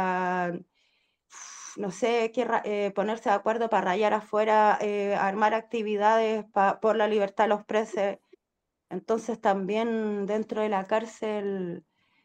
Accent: Chile; born there; una familia numerosa, nací en Peu, un pueblo chico con una cana en el medio del pueblo

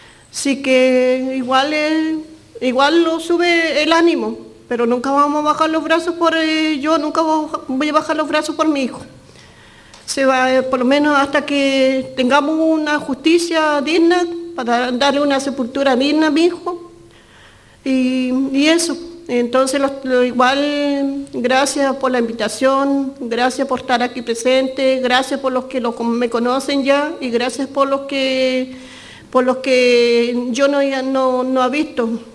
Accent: Los Muermos, Los Lagos, Chile; y por lo menos yo vengo de Los Muermos, una hora de Puerto a Los Muermos.

